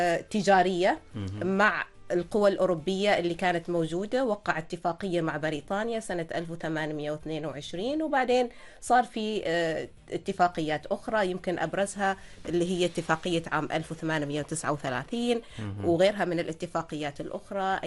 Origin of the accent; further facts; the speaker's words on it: Oman; نلاحظ أن إحنا كعمانيين نشعر بالفخر أن إحنا معانا تاريخ.